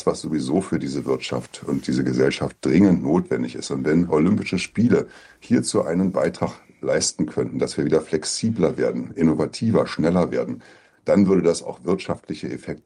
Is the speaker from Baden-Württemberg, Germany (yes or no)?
no; Berlin, Germany; Natürlich hätte ich als Berliner am liebsten das in Berlin